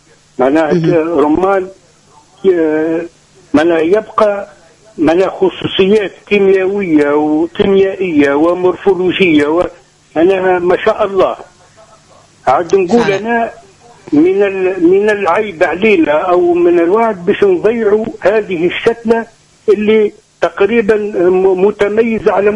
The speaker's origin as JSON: {"language": "Arabic", "country": "Tunisia"}